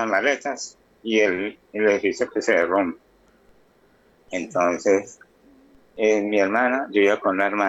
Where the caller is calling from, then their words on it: Pereira, Risaralda, Colombia; yo soy de Pereira.